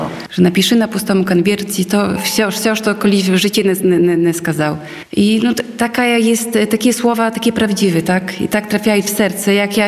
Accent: Łosinka, Podlaskie Voivodeship, Poland; ja na przykład dojeżdżaję z Hajnówki, ale pochodzę z Łosinki i też jakby, no, związana no, sercem z Łosinką, tak, bo tutaj wychowała się, tutaj chodziła do szkoły, tutaj rodzice żyli

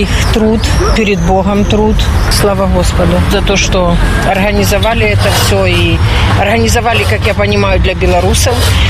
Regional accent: Kharkiv, Kharkiv Oblast, Ukraine; moved away as an adult; Ну, я из Харькова. Сына забрали на войну. Возвратиться не могу.

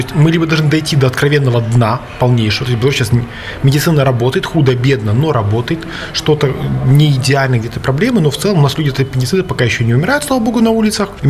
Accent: Belarus; только мы белорусы, по двум соседним областям в 4 раза

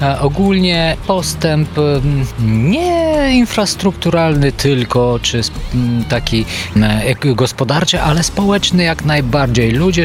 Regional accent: Bulgaria; Polish is a second language; moved away as an adult; now in Lublin, Poland

